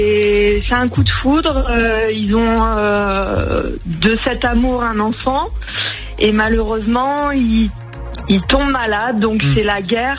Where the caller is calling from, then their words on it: Carros, Provence-Alpes-Côte d'Azur, France; Moi, je suis pas à Nice même, je suis à Carros